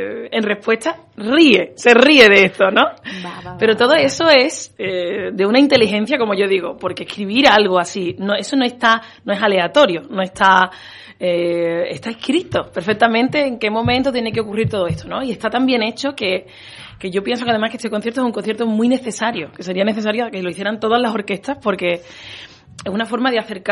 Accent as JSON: {"language": "Spanish", "town": "La Puebla del Río", "region": "Andalusia", "country": "Spain", "tie": "born or raised there", "said": "Yo soy de la Puebla del Río y empecé en el conservatorio de Coria del Río, pues el que estaba más cerca de casa."}